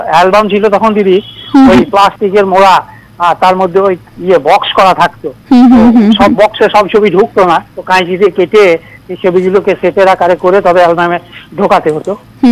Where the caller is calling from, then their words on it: Dubrajpur, West Bengal, India; আমি পশ্চিমবঙ্গের বীরভূম জেলার দুবরাজপুর থেকে